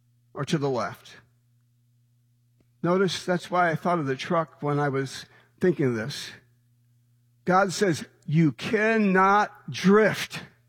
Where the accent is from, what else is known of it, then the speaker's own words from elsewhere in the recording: Michigan, United States; moved away as an adult; Cheryl and I, my wife, we're from Michigan. We've lived here since 1985